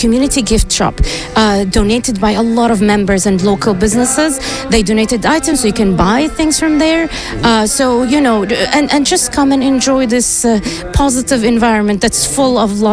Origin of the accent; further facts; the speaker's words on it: Jordan; now in Aroostook County, United States; I am from Jordan, and … is a Jordanian name.